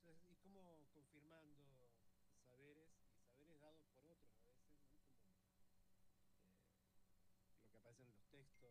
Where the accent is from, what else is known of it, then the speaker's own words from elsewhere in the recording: Necochea, Buenos Aires Province, Argentina; moved away; yo nací en Necochea